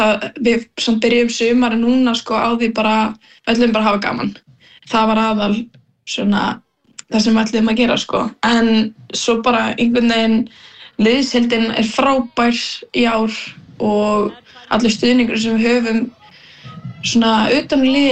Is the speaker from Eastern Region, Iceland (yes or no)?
yes; Vopnafjörður, Eastern Region, Iceland; Já, við erum svo að frá Vopnafirði